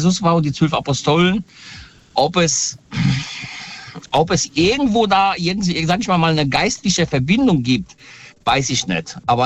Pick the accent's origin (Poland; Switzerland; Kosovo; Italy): Poland; now in Germany; Ich komme ursprünglich aus Polen, also ich bin gebürtig in Polen.